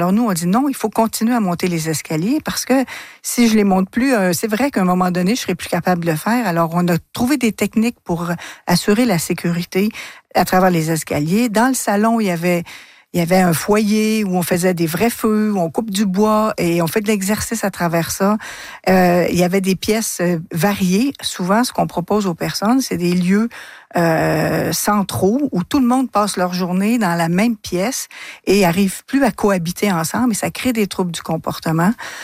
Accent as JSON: {"language": "French", "town": "Trois-Rivières", "region": "Quebec", "country": "Canada", "said": "Moi, je suis de Trois-Rivières et depuis l'âge de 21 ans, j'accompagne des personnes qui vivent avec la maladie d'Alzheimer"}